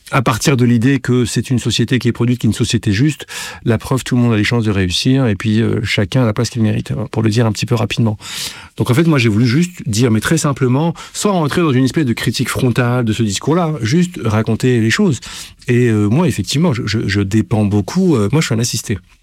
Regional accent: Villiers-sur-Marne, Île-de-France, France; Villiers-sur-Marne.

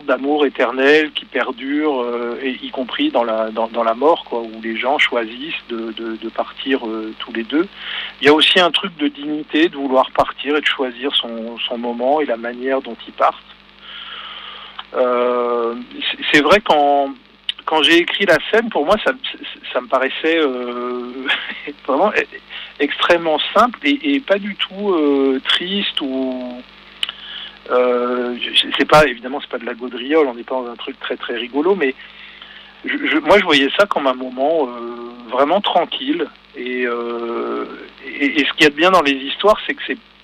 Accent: Brittany, France; Moi, je suis pas quelqu'un de la montagne. Je viens de Bretagne

